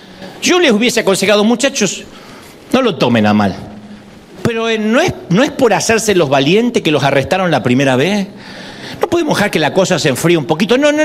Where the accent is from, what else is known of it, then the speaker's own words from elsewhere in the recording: Argentina; Esta semana yo estaba en Televisión Nacional en mi país, en Argentina